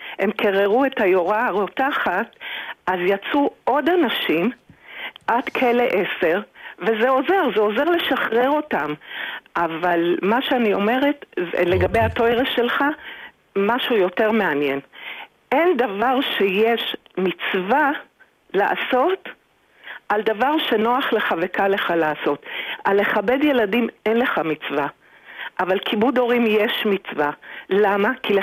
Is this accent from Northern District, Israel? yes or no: no; Jerusalem, Jerusalem District, Israel; אני גדלתי בגאולה